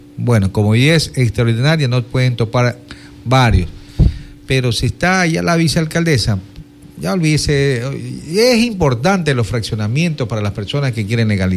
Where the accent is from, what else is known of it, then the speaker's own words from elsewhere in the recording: Ecuador; ya soy de otra, de Ecuador.